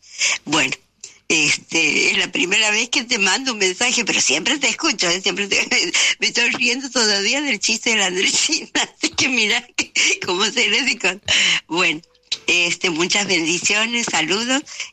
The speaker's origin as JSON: {"language": "Spanish", "region": "Santiago del Estero", "country": "Argentina", "tie": "born there", "also_born_or_lived": "Buenos Aires", "moved": "yes", "said": "soy de Santiago del Estero. Bienvenida. He nacido en Santiago del Estero, he vivido muchos años en Buenos Aires, Pero hace muchos, muchos años que me he mudado a donde he nacido."}